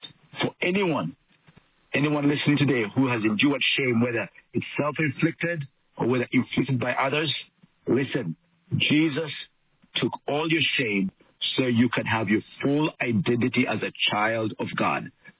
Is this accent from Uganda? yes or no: yes; Uganda; Men in African and Middle Eastern cultures, well, I come from Uganda, and we do not run. We do not show our legs.